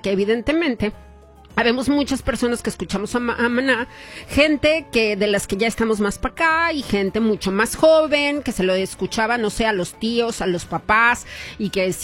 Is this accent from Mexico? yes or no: yes; Guadalajara, Jalisco, Mexico; en Guadalajara, como ustedes lo saben, en mi ciudad natal, arriba Guadalajara.